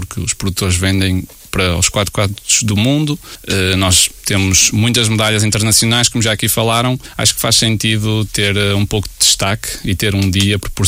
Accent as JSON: {"language": "Portuguese", "country": "Portugal", "moved": "as an adult", "said": "eu, sendo português, só bebia vinho."}